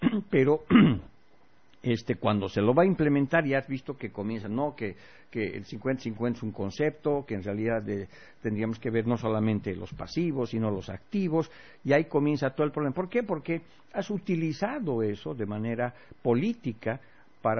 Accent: Villazón, Potosí, Bolivia; una cosa es el gobierno de mi tierra, Villazón, municipal

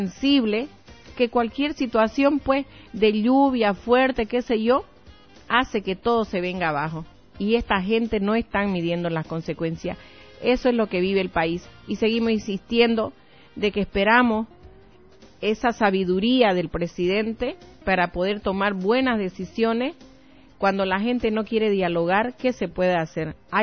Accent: Bolivia; cuántos somos los bolivianos en total?

